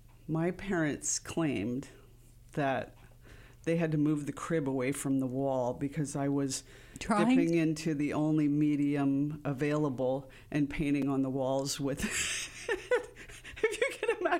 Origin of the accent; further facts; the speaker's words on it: New York, United States; also born or lived in California; I grew up pretty much outside of New York City in the mm-hmm. suburbs, mm-hmm. and half an hour, really close.